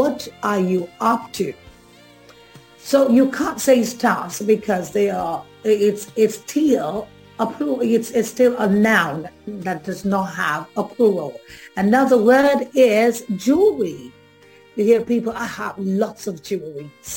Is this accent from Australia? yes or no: no; Nigeria